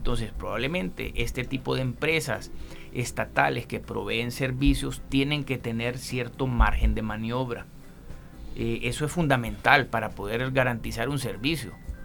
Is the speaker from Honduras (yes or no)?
yes; Honduras; Nosotros, como hondureños, a ver, Honduras es un país muy rico en recursos naturales